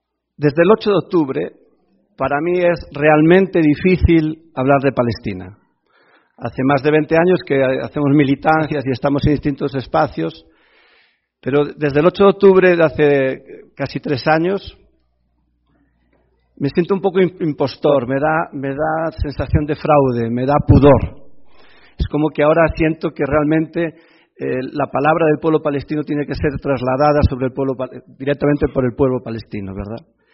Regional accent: Galicia, Spain; moved away; de donde yo soy están todos durmiendo

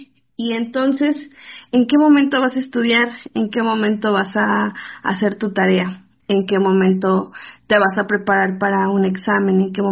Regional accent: San Miguel Tzinacapan, Puebla, Mexico; moved away as an adult; now in Puebla, Mexico; Soy originaria de San Miguel Sinacapan.

